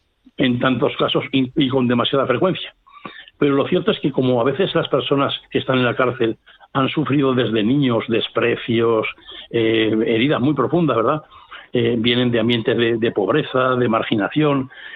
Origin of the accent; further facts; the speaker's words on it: Aragon, Spain; now in Catalonia, Spain; Bueno, yo soy de Zaragoza, de un pueblo de Zaragoza, pero bueno, tengo ya unos años aquí